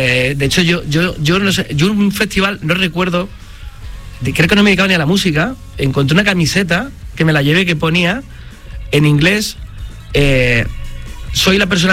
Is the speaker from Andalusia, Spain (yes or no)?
yes; La Rinconada, Andalusia, Spain; echarme la espalda a la caseta de feria de mi pueblo.